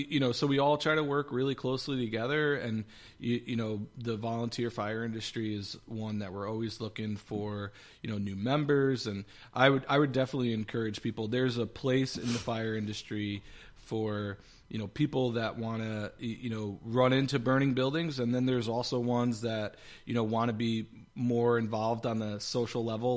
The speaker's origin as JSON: {"language": "English", "town": "Catskill", "region": "New York", "country": "United States", "tie": "born or raised there", "said": "You know, I grew up in Catskill, went to Catskill High, went away to college, came back"}